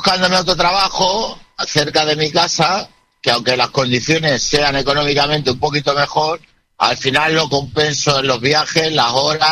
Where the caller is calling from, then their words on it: Puertollano, Castilla-La Mancha, Spain; yo en mi pueblo, en Puerto Llano